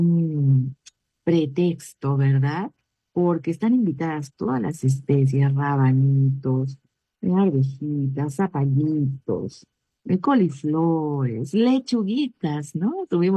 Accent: Peru; hoy celebramos un día muy importante como peruanos, ¿verdad? El Día de la Bandera.

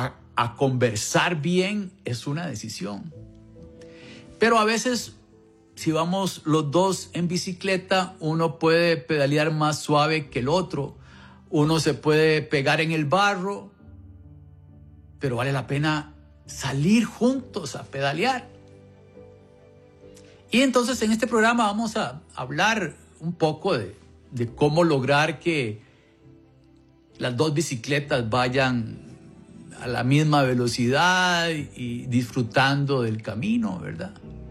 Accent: Costa Rica; Todos mis abuelos son de ahí, ¿verdad? Ya mis papás son de Costa Rica y yo también

